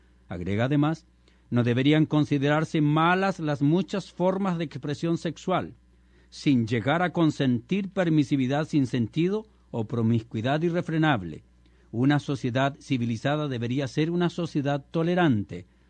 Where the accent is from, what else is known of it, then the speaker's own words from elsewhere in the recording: Chile; en mi país en Chile